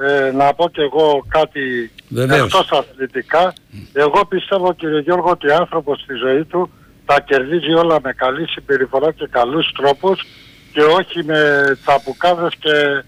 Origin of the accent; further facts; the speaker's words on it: Menidi, Attica, Greece; από Μενίδη.